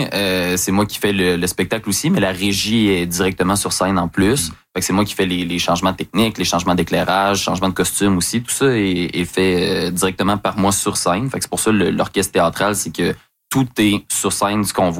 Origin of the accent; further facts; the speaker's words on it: Lévis, Quebec, Canada; Après avoir passé toute mon enfance à Lévis